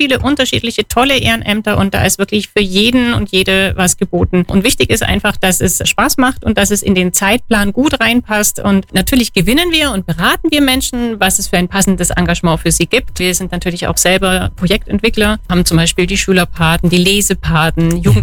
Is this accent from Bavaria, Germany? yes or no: yes; Memmingen, Bavaria, Germany; das hat mich so geprägt, dass ich dann mit dem Konzept wieder zurück nach Memmingen gekommen bin, meine Heimatstadt